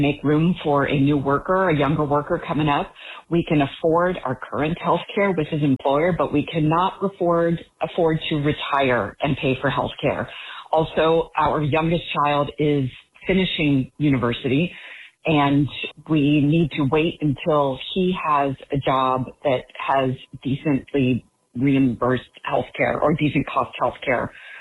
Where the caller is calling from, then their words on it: Ohio, United States; I'm calling from Ohio.